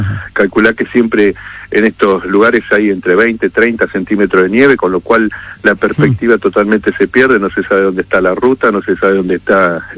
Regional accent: Santa Cruz, Argentina

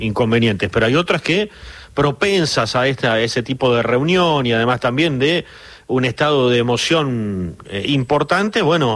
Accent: Argentina; y desde ya por nuestra propia pertenencia como argentinos

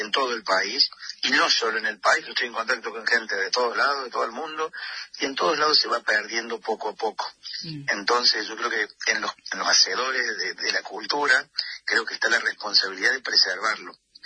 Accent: Argentina; espíritu, sí, del hombre argentino a esas partes, no solo en la danza, sino todo esto bueno que tenemos como argentinos y resaltar también algunas características propias de cada región.

